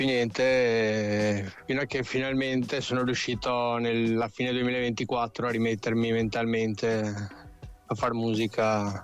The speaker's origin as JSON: {"language": "Italian", "town": "Venice", "region": "Veneto", "country": "Italy", "said": "appunto, vengo da Venezia"}